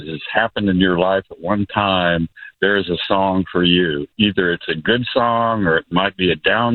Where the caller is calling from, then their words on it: Applegate, California, United States; from beautiful Applegate.